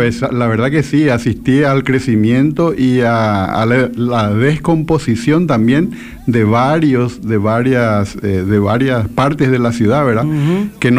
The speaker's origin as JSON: {"language": "Spanish", "town": "Asunción", "country": "Paraguay", "moved": "yes", "lives_now": "Ciudad del Este, Paraguay", "said": "Yo soy de Asunción, pero hace 40 y pico de años que estoy."}